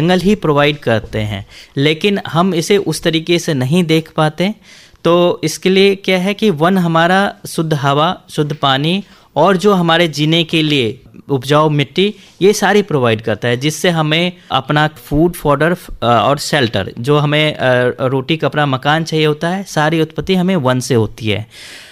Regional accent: Madhubani district, Bihar, India; also born or lived in Delhi; मैं मधुबनी जिला का रहने वाला हूँ, मधुबनी जिला से, और उसके बाद अभी मैं कार्यरत हूँ मिथिला यूनिवर्सिटी में।

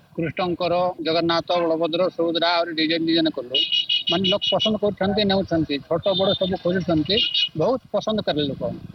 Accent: Kashakamunda, Odisha, India; ନାଇଁ ଆମର କଷାକମୁଣ୍ଡା ଭିତରେ।

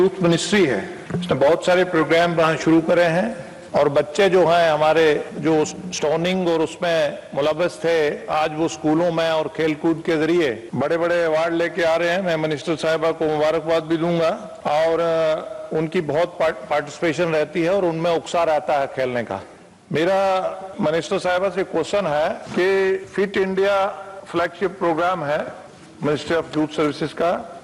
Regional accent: Jammu and Kashmir, India; मैं जम्मू कश्मीर से आता हूं

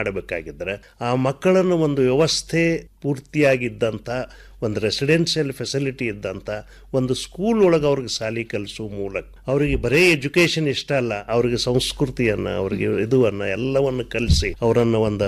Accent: Karnataka, India; ನನ್ನ ಊರಮ್ಮ ಮಲಬಾದ್ ಅಂತ ಅಥಣಿ ತಾಲೂಕಿನ ಹಳ್ಳಿ

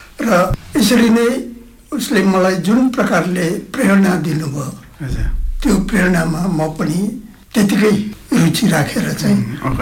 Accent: Darjeeling, West Bengal, India; मेरो जन्म बतासे फुलबारी गाउँ घुम दार्जिलिङमा भएको हो र मेरो यो पुर्ख्यौली घरमा नै म जन्मेको हुना कारणले गर्दामा त्यहाँदेखि बाहिर म कतै मेरो बसोबासो हुन सकेको थिएन।

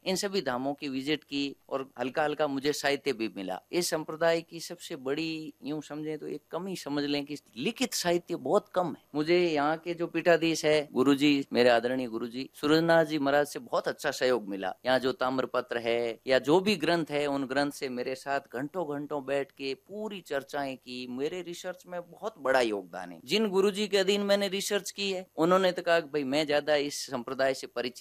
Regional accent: Jodhpur, Rajasthan, India; मैं बेसिकली जोधपुर के शिली गांव का निवासी हूं

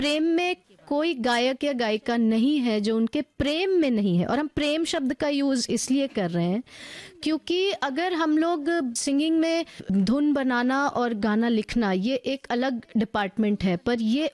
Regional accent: Bihar, India; हम क्योंकि बिहार से हैं

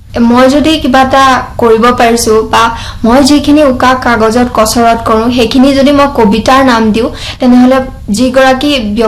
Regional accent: Narayanpur, Assam, India; মোৰ ঘৰ লখিমপুৰ জিলাৰ নাৰায়ণপুৰত আৰু মোৰ ঘৰত মোৰ মা দেউতা আৰু মই

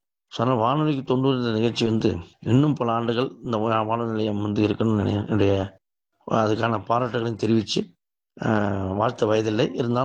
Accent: Mailam, Tamil Nadu, India; என்னோட சொந்த ஊர் பார்த்தீங்கன்னா விழுப்புரம் மாவட்டம் மயிலம் என்ற ஊர் தான் என்னோட சொந்த ஊர்.

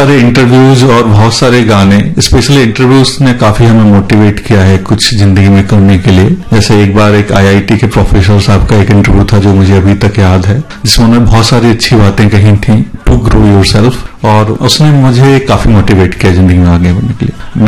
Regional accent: Tikamgarh district, Madhya Pradesh, India; born there; ग्राम हट्टा, जिला टीकमगढ़ से

